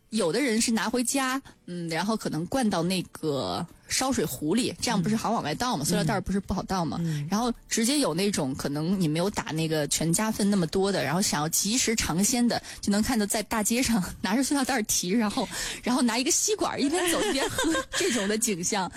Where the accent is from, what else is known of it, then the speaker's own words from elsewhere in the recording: Qingdao, Shandong, China; 我们青岛人的段子